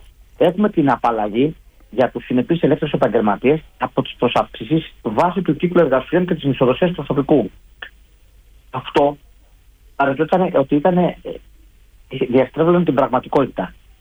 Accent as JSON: {"language": "Greek", "town": "Kymi", "region": "Central Greece", "country": "Greece", "said": "κατάγομαι και εγώ από την Κύμη, από την Εύβοια, από ένα χωριό το Βίταλο"}